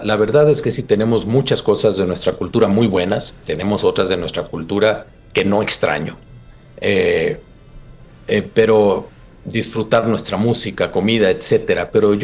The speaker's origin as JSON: {"language": "Spanish", "country": "Mexico", "said": "¿hasta dónde soy un mexicano que practica un nacionalismo cotidiano?"}